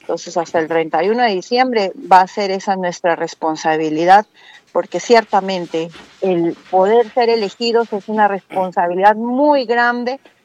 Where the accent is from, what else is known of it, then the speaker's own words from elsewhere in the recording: Rosario, Santa Fe, Argentina; Yo soy rosarina, ex rosarina